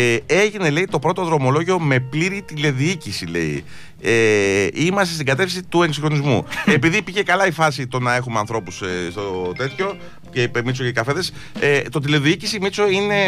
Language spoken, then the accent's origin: Greek; Greece